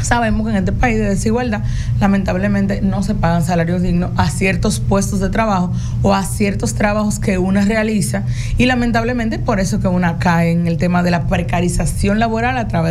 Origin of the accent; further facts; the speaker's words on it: Dominican Republic; como somos los dominicanos y las dominicanas